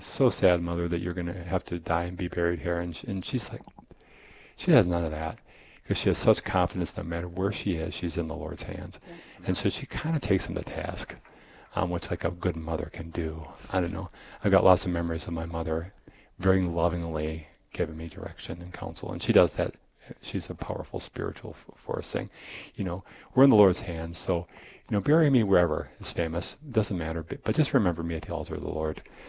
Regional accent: Iowa, United States; I'm given the opportunity in September of going back to my home state of Iowa. No longer home state, I live here, but where I used to live.

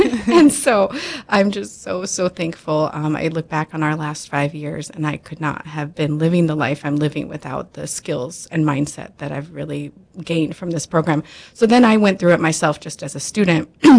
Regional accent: Illinois, United States; moved away as an adult; now in Fargo, United States; I am originally from Illinois, and then 6 years ago, my husband and I moved to Fargo.

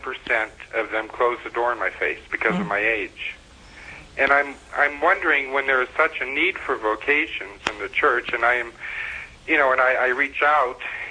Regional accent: Pennsylvania, United States; I'm from Pennsylvania, and I'm thrilled to death I finally got through to you.

